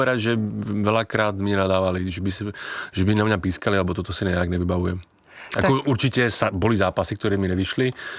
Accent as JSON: {"language": "Czech", "country": "Slovakia", "moved": "yes", "lives_now": "Czechia", "said": "To je pravda, jako faním samozřejmě i českému nároďáku, ale stále jsem Slovák, takže prvom radě slovenskému."}